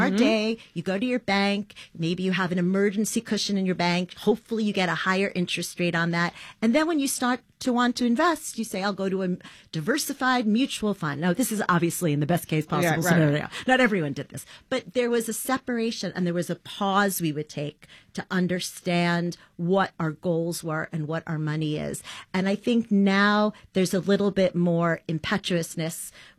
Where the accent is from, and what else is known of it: New York City, New York, United States; born or raised there